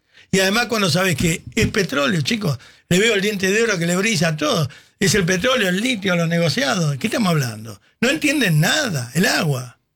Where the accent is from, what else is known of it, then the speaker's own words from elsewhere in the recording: Argentina; soy argentino